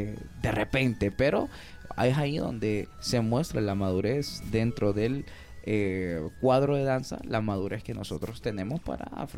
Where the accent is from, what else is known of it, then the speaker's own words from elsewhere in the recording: Honduras; Todo esto que nos representa a nosotros como hondureños.